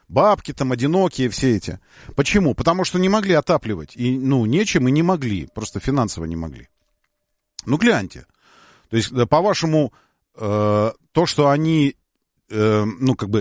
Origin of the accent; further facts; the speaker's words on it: Moscow, Russia; я сказал сейчас как москвич